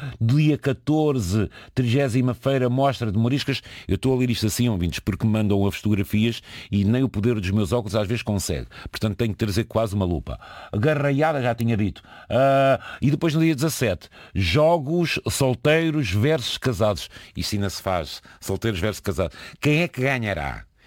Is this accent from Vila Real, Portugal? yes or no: yes; Murça, Vila Real, Portugal; até que enfim, hoje vou ver a minha terra natal, que é a famosa Porca de Mursa.